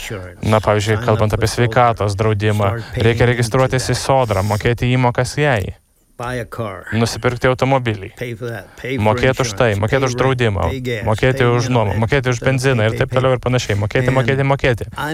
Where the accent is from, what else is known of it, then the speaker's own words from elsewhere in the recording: Griškiabūdis, Marijampolė County, Lithuania; also born or lived in Klaipėda; aš gimiau Klaipėdoje ir 6 mėnesių pradėjau gyventi su močiute Griškiabūdyje, užaugau ūkyje ten